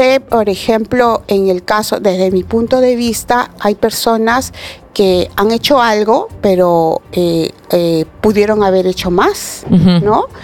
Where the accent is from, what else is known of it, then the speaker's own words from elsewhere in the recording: Lima, Peru; los limeños, los que nos trasladamos hacia Lurín, yo también soy vecina de Lurín